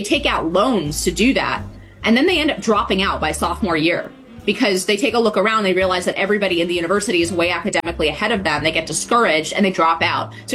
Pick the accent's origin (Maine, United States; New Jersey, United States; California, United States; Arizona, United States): California, United States; I grew up in California